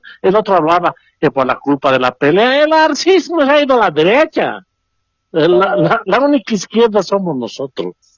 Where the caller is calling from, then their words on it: El Alto, La Paz, Bolivia; del Alto.